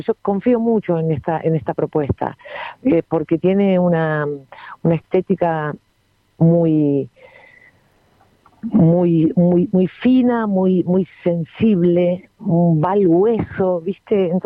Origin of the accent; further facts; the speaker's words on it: La Plata, Buenos Aires Province, Argentina; born there; si bien yo soy platense, yo soy nacida en La Plata